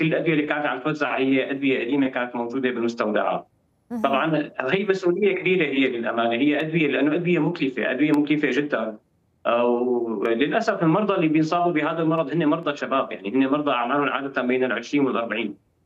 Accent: Syria; now in Damascus, Syria; عندنا بسوريا

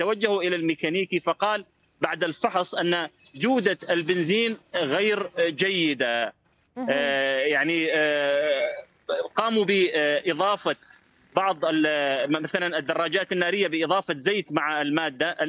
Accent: Deir ez-Zor, Deir ez-Zor Governorate, Syria; لكن المشكلة عندنا في دير الزور،

